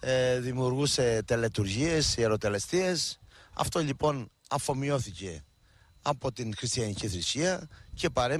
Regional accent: Gergeri, Crete, Greece; now in Heraklion, Greece; Όποτε βρίσκομαι στο χωριό μου, έχει εγώ μένω στο Ηράκλειο, έτσι όπως μένετε όλοι.

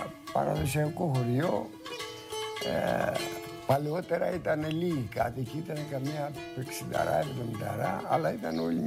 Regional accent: Kavrochori, Greece; Κοιτάξτε, το Καβροχώρι είναι το χωριό μου. Είναι το μέρος που γεννήθηκα, το μέρος που ανεθράφηκα. Από εδώ επαντρεύτηκα, εδώ έκανα το γάμο μου, εδώ έκανα τα παιδιά μου.

